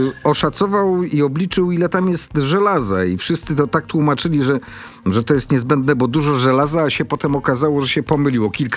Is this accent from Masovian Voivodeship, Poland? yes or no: yes; Warsaw, Masovian Voivodeship, Poland; born there; jestem absolwentem przedszkola przy Ładysława w Warszawie